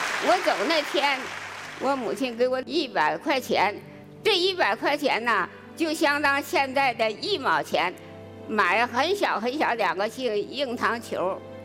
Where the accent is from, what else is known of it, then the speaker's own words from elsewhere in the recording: Northeast China, China; born there; now in Wuhan, China; 我出生的时候哈，侵华日军已经侵占东北好几年了